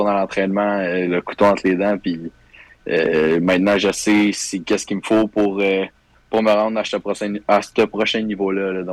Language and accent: French; Deux-Montagnes, Quebec, Canada; born there; also born or lived in Ontario; je suis né à Deux-Montagnes. En fait, j'ai dû aller jouer en Ontario pour pas aller jouer dans le junior majeur lorsque j'avais 17 ans.